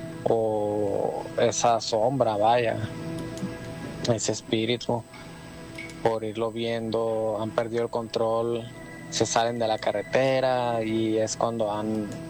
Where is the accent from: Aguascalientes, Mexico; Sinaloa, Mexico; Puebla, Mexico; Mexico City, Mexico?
Sinaloa, Mexico; No sé si será algún relato, porque la verdad, con todo respeto, yo no soy de esos lugares. Yo soy de Sinaloa.